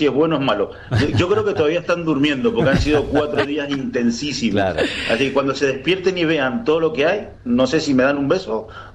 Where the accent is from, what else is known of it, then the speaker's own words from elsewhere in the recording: Guaymallén, Mendoza, Argentina; moved away as an adult; now in Madrid, Spain; Yo soy de Mendoza. He vivido siempre en Guaymallén, en distintos barrios, pero uh-huh. siempre en Guaymallén. Y me fui por la situación económica.